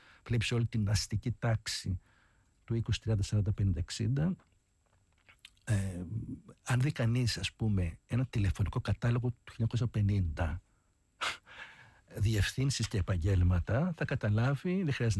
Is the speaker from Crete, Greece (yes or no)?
no; Athens, Attica, Greece; για την πόλη μας